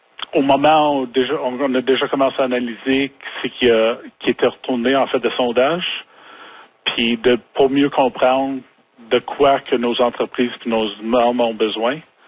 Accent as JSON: {"language": "French", "town": "Ottawa", "region": "Ontario", "country": "Canada", "tie": "born or raised there", "moved": "as an adult", "lives_now": "Timmins, Canada", "said": "Moi, je suis natif d'Ottawa. J'ai déménagé ici 14 ans passés."}